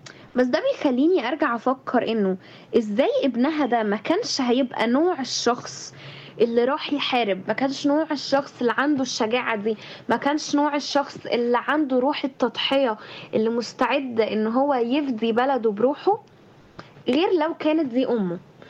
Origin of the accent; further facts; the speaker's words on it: Egypt; لينا كلنا كمصريين